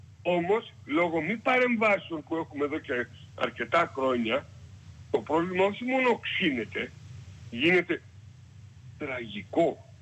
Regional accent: Apolakkia, South Aegean, Greece; now in Rhodes, Greece; για να πάω στο χωριό μου μέχρι τώρα ήταν 1 ώρα και 10 λεπτά, στην Απολακιά

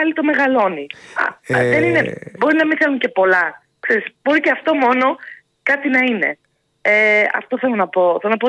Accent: Greece; είμαι περήφανη που είμαι Ελληνίδα.

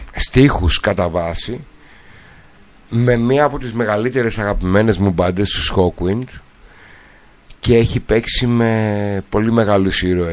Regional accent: Koroni, Peloponnese, Greece; Εγώ είμαι ο μπάρμπας από την Κορώνη.

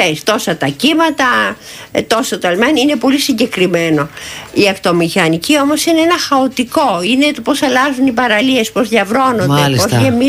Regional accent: Athens, Attica, Greece; Γέννημα Θρέμα, εγώ γεννήθηκα στην Αθήνα, ο πατέρας μου ήταν Καλαματιανός και η μητέρα μου Κυρκυραία.

